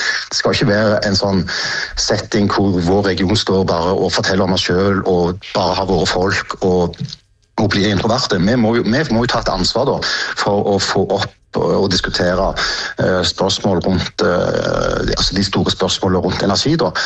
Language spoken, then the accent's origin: Norwegian; Western Norway, Norway; og vi er fra Vestlandet, og vi liker verdiskaping og skape nye ting, og det blir litt vår profil her borte.